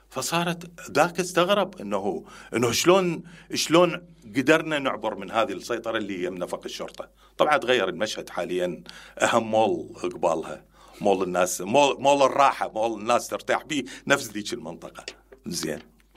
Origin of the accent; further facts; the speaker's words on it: Karbala, Karbala Governorate, Iraq; اني كربلائي